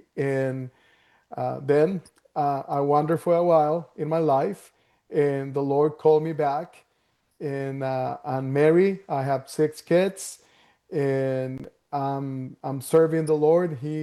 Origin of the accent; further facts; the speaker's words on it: Tegucigalpa, Francisco Morazán, Honduras; from Honduras. I was born in Honduras in Tegucigalpa, which is the capital city. I'm 49 years old